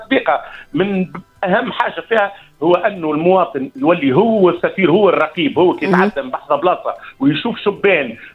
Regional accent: Tunisia; عندنا معاهد في تونس

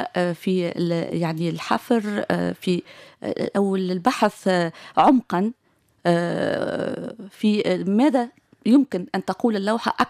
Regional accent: Tunisia; وكنت أنا كتونسية ومعي حمادي بنية الذي وجه له التحية.

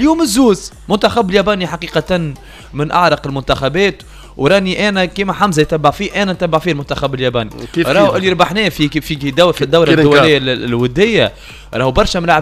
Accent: Tunisia; احنا ربما عنا توانسة

